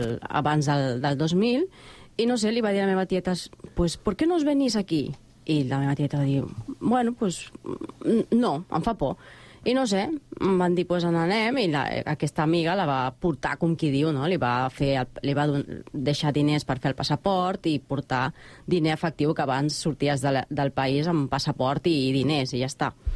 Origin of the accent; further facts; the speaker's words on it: Guayaquil, Guayas, Ecuador; bon dia. Jo sóc de l'Equador, concretament de Guayaquil, un poble que està a 2 hores, per dir-ho així. El meu poble és petit, és pobre, per dir-ho així.